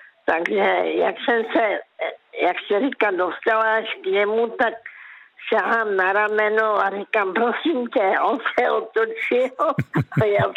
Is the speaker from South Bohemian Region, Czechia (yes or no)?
no; Karolinka, Zlín Region, Czechia